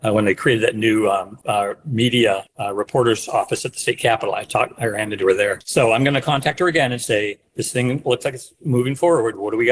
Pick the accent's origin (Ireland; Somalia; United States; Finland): Ireland; And then I came up with … because I'm an Irishman and there's a town called that.